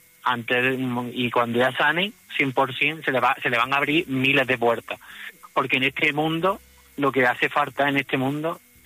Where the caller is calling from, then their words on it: Cabra, Andalusia, Spain; Desde Cabra, Córdoba.